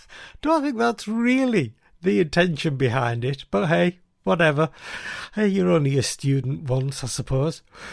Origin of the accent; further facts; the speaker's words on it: England, United Kingdom; I speak as an Englishman.